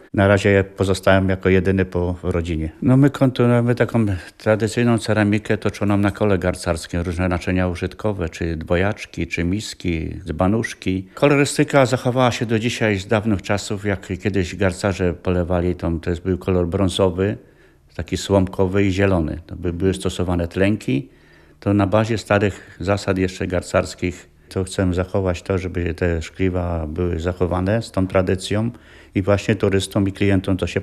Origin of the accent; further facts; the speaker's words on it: Rędocin, Masovian Voivodeship, Poland; Pochodzę z znanego ośrodka z Rędocina, niedaleko tutaj koło Szydłowca. Tam była kontynuacja garcarstwa, cała wioska wyrabiała.